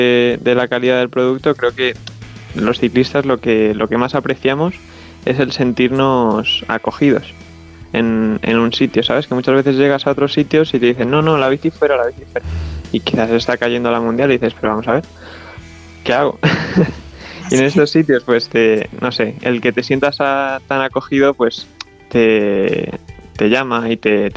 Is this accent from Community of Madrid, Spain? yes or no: yes; Soto del Real, Community of Madrid, Spain; está en Soto del Real, en mi pueblo.